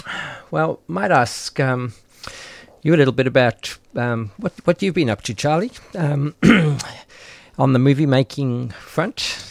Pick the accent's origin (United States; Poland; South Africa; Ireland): South Africa; now in Melbourne, Australia; in South Africa, when I was growing up